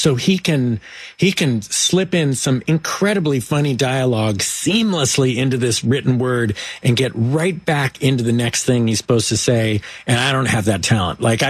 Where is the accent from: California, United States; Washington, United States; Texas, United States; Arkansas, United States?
California, United States; Oakland; born there; I was born in Oakland.